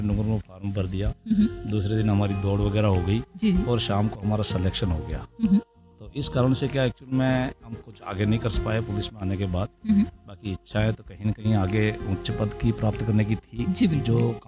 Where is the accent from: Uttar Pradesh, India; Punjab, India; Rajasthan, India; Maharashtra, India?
Rajasthan, India; Dungarpur district; now in Banswara, India; मेरा गांव नौगांवा है, जो डूंगरपुर जिले में है।